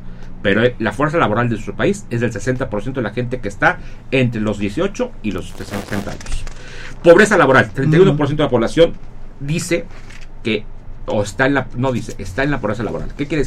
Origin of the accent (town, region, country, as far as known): Mexico